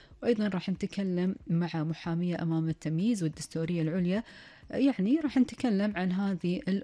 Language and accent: Arabic; Kuwait; وأيضا فقرتنا الثانية فقرة أخبار الديرة وآخر المستجدات في ديرتنا الحبيبة الكويت.